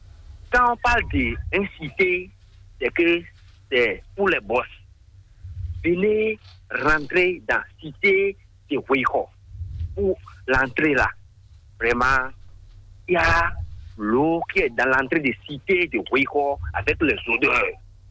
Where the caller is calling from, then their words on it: Cotonou, Littoral, Benin; depuis 2 ans, je suis de Cotonou, quartier de Djelaï.